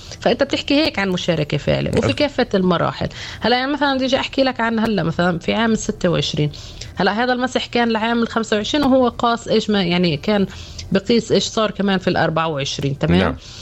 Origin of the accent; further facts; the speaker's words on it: Palestine; إحنا كمجتمع فلسطيني